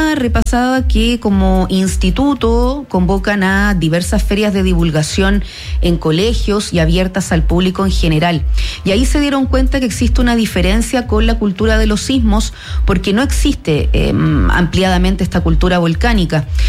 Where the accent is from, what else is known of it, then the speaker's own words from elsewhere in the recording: Chile; Como comunidad chilena estamos expuestos y lo que hacemos al trabajar con volcanes es siempre culturizar a la gente en temas volcánicos para que sepan reaccionar en caso de una erupción.